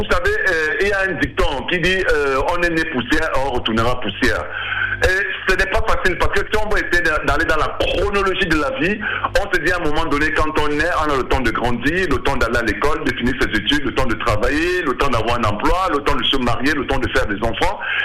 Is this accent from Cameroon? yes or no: yes; Cameroon